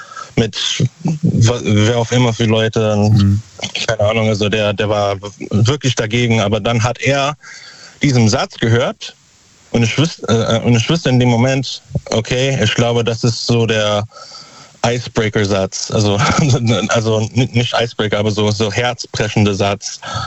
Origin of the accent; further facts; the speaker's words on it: Überherrn, Saarland, Germany; Also momentan bin ich gerade in Konz, aber ich komme aus Überherrn.